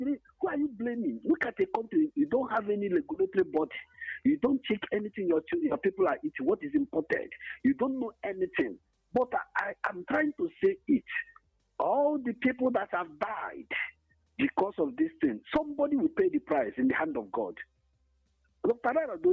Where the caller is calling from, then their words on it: Enugu, Enugu State, Nigeria; I'm calling from Enugu.